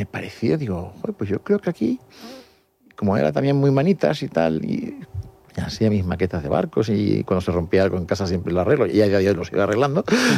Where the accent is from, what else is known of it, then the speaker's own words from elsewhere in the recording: Canary Islands, Spain; also born or lived in Madrid; como estudiaba, como todo canario que va a estudiar a Madrid, pues muchos de ellos estudian en colegios mayores.